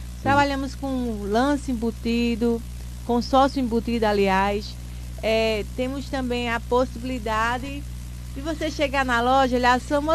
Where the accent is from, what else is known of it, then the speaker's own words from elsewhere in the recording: Toritama, Pernambuco, Brazil; Eu sou aqui da cidade de Toritama, né?